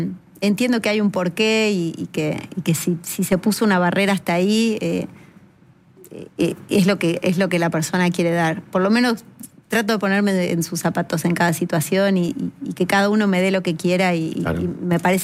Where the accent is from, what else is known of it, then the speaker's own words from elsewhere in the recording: Argentina; me gusta hacer las cosas acá, me gusta ser creativa acá, en mi país. Me ofrecieron trabajar en otros países y no sé, como que siempre dije, quiero vivir acá, quiero que mis hijos se críen con una mentalidad argentina también.